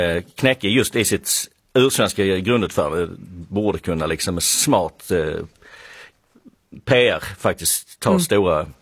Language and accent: Swedish; Skåne, Sweden